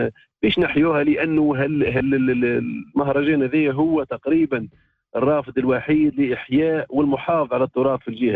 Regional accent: Gafsa Governorate, Tunisia; في جهتنا إن شاء الله في قفصة

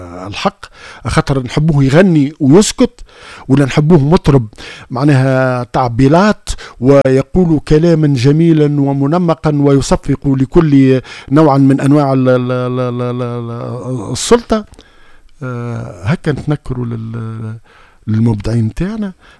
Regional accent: Tunisia

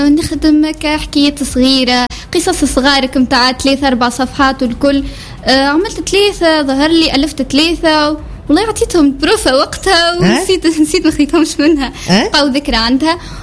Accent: Bir Ali Ben Khalifa, Sfax Governorate, Tunisia; بيرعلي العويد.

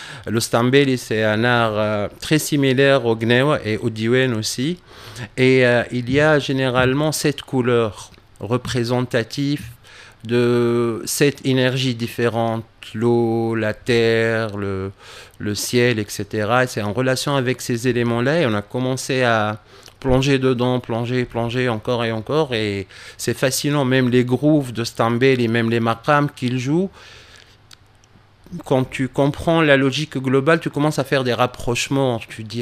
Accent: Tunisia; on est tunisien et tout ce qu'on fait, il vient de la Tunisie. Et tout ce qu'on est, il nous a été donné par la Tunisie.

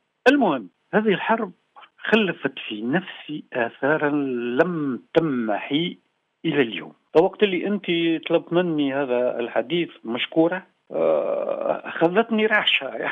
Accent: Bizerte, Bizerte Governorate, Tunisia; أنا من مواليد بنزرت سنة 52 و900 وألف، شهدت وقائع معركة بنزرت وأنا طفل.

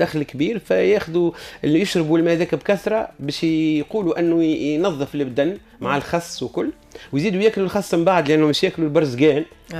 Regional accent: Tunisia; عندنا في تونس.

